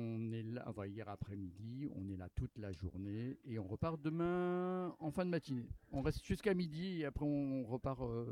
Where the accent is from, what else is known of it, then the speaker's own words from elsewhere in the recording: Pau, Nouvelle-Aquitaine, France; also born or lived in Évreux; Je suis de l'agglomération paloise, à Pau.